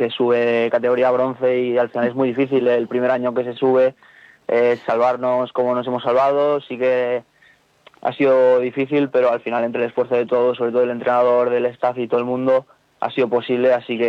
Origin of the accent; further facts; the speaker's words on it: El Vendrell, Catalonia, Spain; moved away as an adult; now in Alcoy, Spain; Yo vengo de Cataluña, del Vendrell.